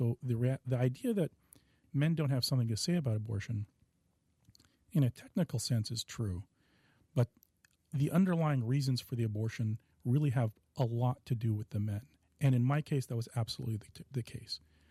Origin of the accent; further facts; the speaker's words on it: Seattle, Washington, United States; I grew up in Seattle in a pretty normal childhood.